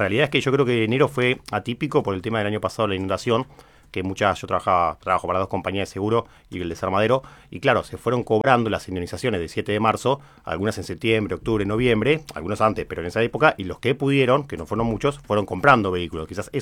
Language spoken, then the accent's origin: Spanish; Argentina